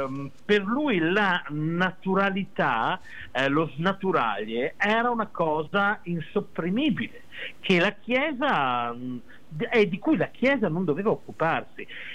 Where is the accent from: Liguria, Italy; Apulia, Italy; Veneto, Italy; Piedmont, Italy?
Veneto, Italy; Pernumia; io sono di Ternunia, quindi è un mio io sono un suo compaesano.